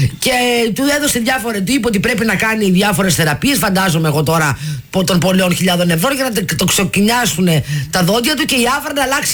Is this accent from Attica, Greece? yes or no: yes; Athens, Attica, Greece; Επειδή γεννήθηκα και ανδρώθηκα στην Κυψέλη